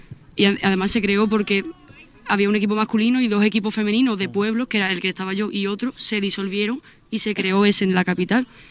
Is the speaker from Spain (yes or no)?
yes; Cádiz, Andalusia, Spain; yo soy de Cádiz capital